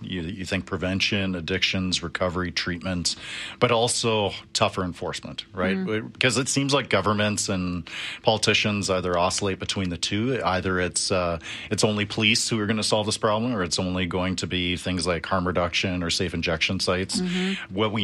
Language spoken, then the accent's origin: English; Calgary, Alberta, Canada; growing up in Forest Lawn, Dover, East Calgary